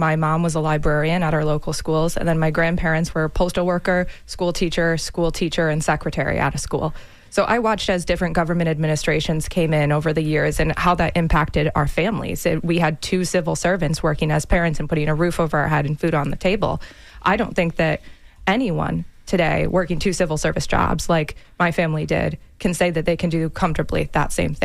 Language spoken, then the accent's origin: English; Michigan, United States; moved away as an adult; now in Tampa Bay area, United States; Originally from Michigan. I've been here about 10 years.